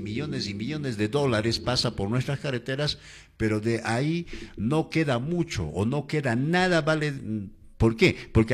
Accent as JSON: {"language": "Spanish", "town": "Sicuani", "region": "Cusco", "country": "Peru", "tie": "born or raised there", "moved": "yes", "lives_now": "Santo Tomás, Peru", "said": "yo soy canchino. En mi tierra, en la ciudad de Sicuani"}